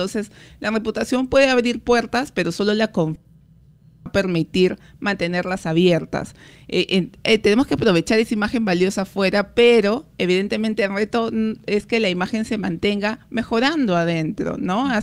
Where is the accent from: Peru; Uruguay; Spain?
Peru